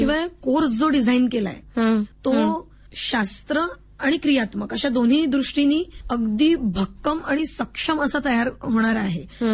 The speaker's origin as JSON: {"language": "Marathi", "town": "Nagpur", "region": "Maharashtra", "country": "India", "said": "म्हणजे मी नागपूरची आहे म्हणून नागपूरचं सांगतीये की इथे MFA डिपार्टमेंट आहे ललित कला विभाग"}